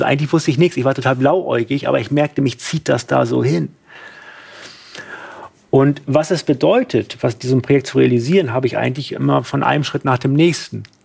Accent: Winsen, Lower Saxony, Germany; weil in Winsenluhe, dort wo ich herkomme, aus Norddeutschland, in diesem Fitnessstudio, wo ich trainiert habe

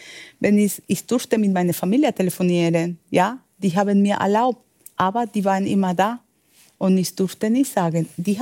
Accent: Medellín, Antioquia, Colombia; German is a second language; moved away as an adult; now in Germany; Ich komme aus Medellin.

